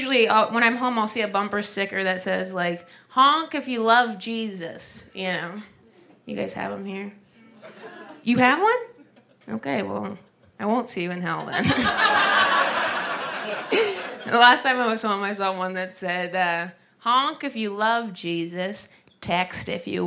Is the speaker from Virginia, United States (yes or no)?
no; Ohio, United States; moved away; Whenever I'm home in Ohio, I'm from Ohio, so.